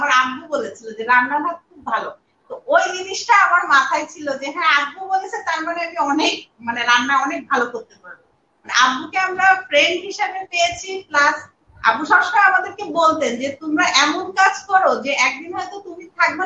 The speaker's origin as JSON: {"language": "Bangla", "town": "Kushtia", "region": "Khulna Division", "country": "Bangladesh", "tie": "born or raised there", "said": "ও আমি তো কুষ্টিয়ার মেয়ে, কুষ্টিয়ায় পড়ালেখা বড় হওয়া"}